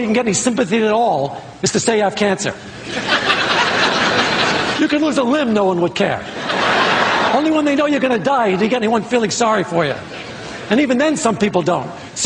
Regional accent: New York City, New York, United States; I grew up in Brooklyn.

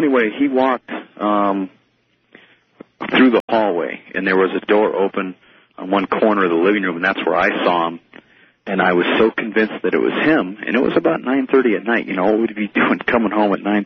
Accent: Minnesota, United States; now in Colorado Springs, United States; I grew up in a small town in Minnesota.

